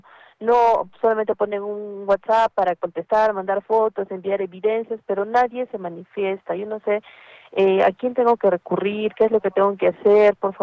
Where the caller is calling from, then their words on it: Arequipa, Peru; Soy vecina de Semirural Pachacute.